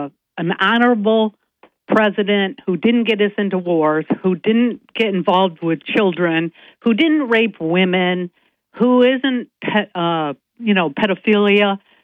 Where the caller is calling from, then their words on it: Binghamton, New York, United States; from the south side of Binghamton.